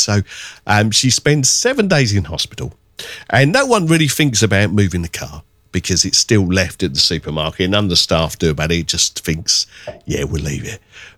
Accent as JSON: {"language": "English", "country": "New Zealand", "said": "Yeah, I'm from New Zealand. Yeah, I'm from New Zealand."}